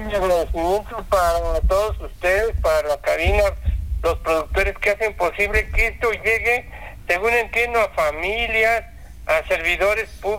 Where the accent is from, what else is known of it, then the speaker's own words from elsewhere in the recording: Toluca, State of Mexico, Mexico; born there; así mis padres llegaron a Toluca y nacimos nuestros cuatro hermanos.